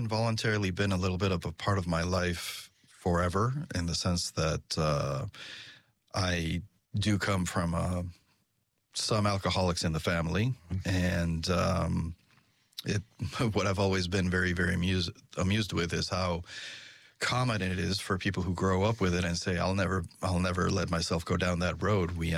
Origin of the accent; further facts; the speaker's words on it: Mexico City, Mexico; English is a second language; moved away as an adult; now in Boston, United States; Once upon a time, I was one of those people who said, I will never leave my city, but, you know, life gets in the way. And I ended up living in Massachusetts, in Boston